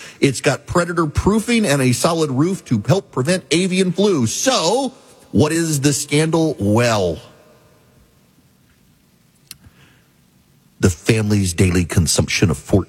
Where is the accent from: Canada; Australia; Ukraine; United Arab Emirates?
United Arab Emirates; Dubai; born or raised there